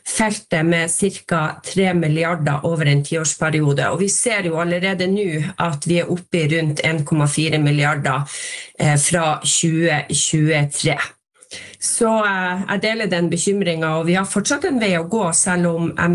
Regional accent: Nordland, Norway; fordi at vi et langstrakt fylke, jeg kommer selv fra Nordland.

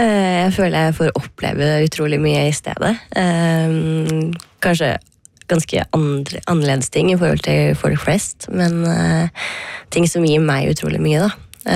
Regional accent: Hole, Buskerud, Norway; det første minnet som dukker opp fra hjemme i Hole

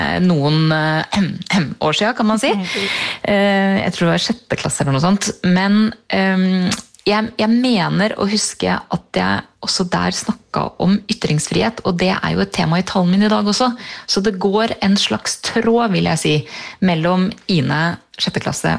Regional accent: Strømmen, Akershus, Norway; Ikke akkurat i Oslo, men på Strømmen der jeg vokste opp, så var det alltid 17. mai-feiring nede på skolen

